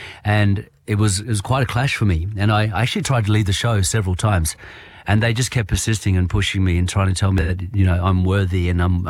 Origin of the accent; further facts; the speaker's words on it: Western Australia, Australia; I'm man from the Kimberleys, and I tell them